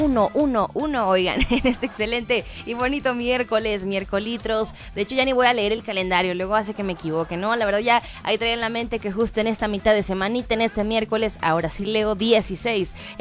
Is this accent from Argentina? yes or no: no; Mexico